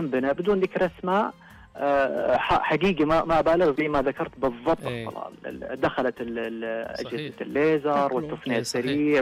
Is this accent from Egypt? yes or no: no; Saudi Arabia; هذا يأثر فينا كثير، أنه باقي محافظين على تراثنا، على هويتنا، على انتقائنا للشخصية الأعظم بالنسبة لنا كسعوديين.